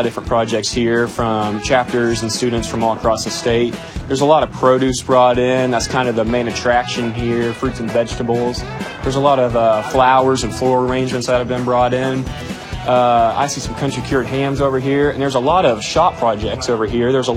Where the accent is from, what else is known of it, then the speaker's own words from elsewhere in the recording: Dadeville, Missouri, United States; So I'm from Dadeville, small town of about 200. I would say it's east of nowhere, but we're about 10 minutes south of Stockton Lake.